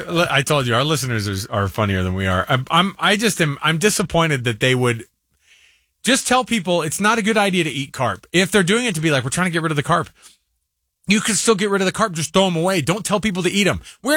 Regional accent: the South, United States; now in Utah, United States; I grew up in the South enough too

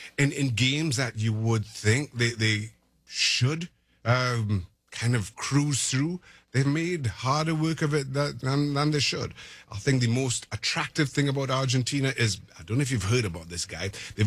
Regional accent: Trinidad & Tobago; moved away; And I'm from Trinidad. And I go every year

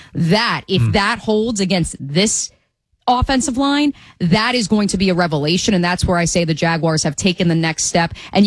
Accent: New Jersey, United States; No, I'm from New Jersey.

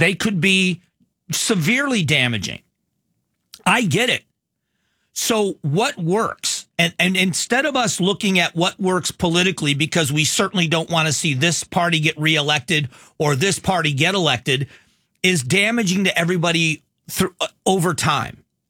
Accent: Florida, United States; I grew up in Florida.

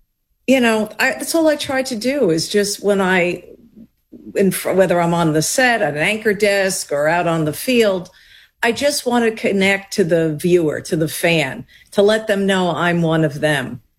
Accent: Long Island, New York, United States; I just grew up watching sports with my dad. You know, I grew up on Long Island. I'm born in New York City. Love not all the New York teams, but that was a way to bond with my dad.

